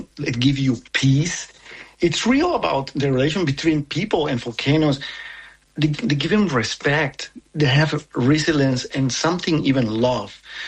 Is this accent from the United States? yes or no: no; Ibu, North Maluku, Indonesia; One in Tobelo near Dukono, which is very active. And my hometown is in Ibu, near Ibu.